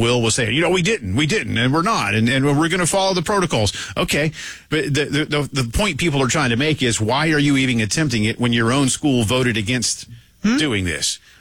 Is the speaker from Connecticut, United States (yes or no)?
no; Columbia, South Carolina, United States; I grew up in Columbia, South Carolina.